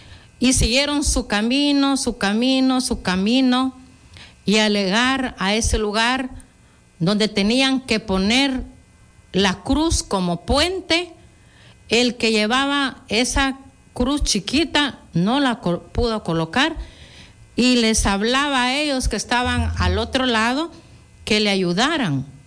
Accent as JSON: {"language": "Spanish", "country": "Guatemala", "said": "todos como guatemaltecos debemos de también honrar a nuestra amada patria Guatemala."}